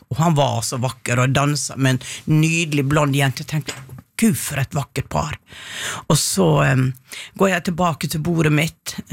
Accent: Western Norway, Norway; Nei, det kan jeg ikke, men jeg er fra Vestlandet.

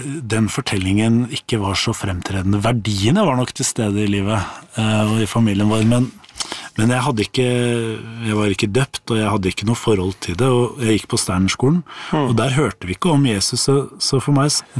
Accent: Nesodden, Akershus, Norway; eller det var når jeg var 13-14 år og fant en kassett hjemme på Nesodden der jeg kommer fra.

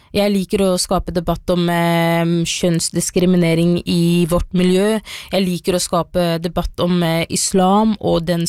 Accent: Skien, Vestfold og Telemark, Norway; Og jeg vokste opp I Skien, så telemarksbunaden jo en naturlig del av den feiringen.

